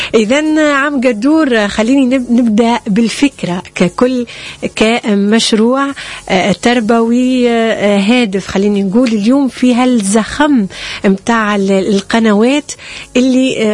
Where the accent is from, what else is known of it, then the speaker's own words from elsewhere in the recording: Tunisia; هويتنا التونسية، لهجتنا التونسية، عاداتنا وتقاليدنا